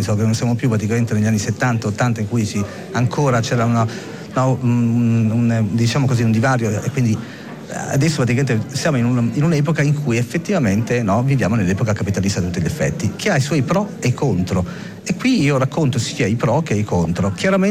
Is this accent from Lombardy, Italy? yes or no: yes; Brianza, Lombardy, Italy; Io sono nato e cresciuto in Brianza